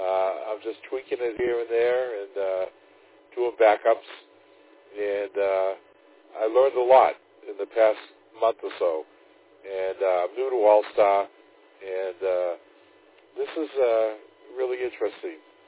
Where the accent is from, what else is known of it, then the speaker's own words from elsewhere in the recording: Boston, Massachusetts, United States; accent: East Coast; moved away as an adult; now in Florida, United States; Yeah, I'm from Boston, Massachusetts. I moved down here to Florida with my wife.